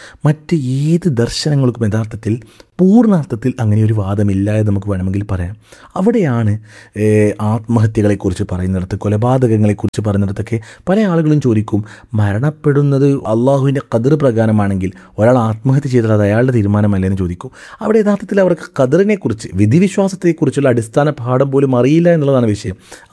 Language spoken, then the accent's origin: Malayalam; Kerala, India; born there; നേപ്പാളി പ്രളയത്തിൽ പെടാതെ ഞാൻ കേരളത്തിൽ ജനിച്ചത് എന്തുകൊണ്ട്?